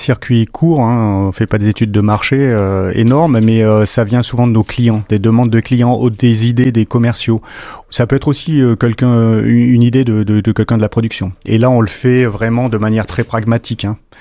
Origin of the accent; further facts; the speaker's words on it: Grand Est, France; On a quand même toujours un produit qui de chez nous en Alsace, dans chaque poste alsacien.